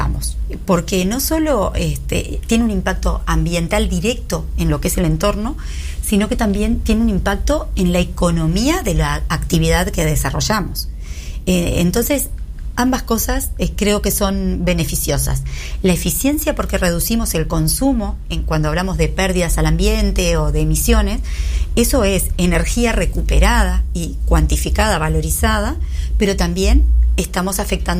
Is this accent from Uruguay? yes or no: yes; Uruguay; soy uruguaya, represento a todos los uruguayos